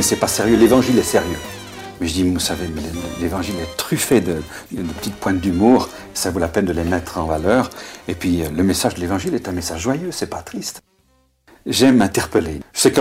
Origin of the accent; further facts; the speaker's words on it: Belgium; accent: Belgian; now in Switzerland; moi j'ai un accent belge, j'ai coupé au couteau une fois.